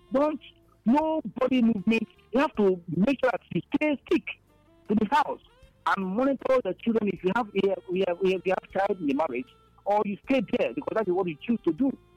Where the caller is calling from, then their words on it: Enugu, Enugu State, Nigeria; I'm calling from Enugu.